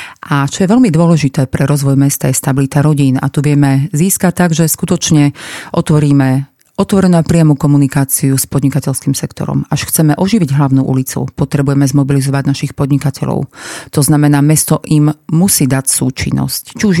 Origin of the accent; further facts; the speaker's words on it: Prešov, Prešov Region, Slovakia; my Prešovčania, ktorí máme trvalý pobyt v meste Prešov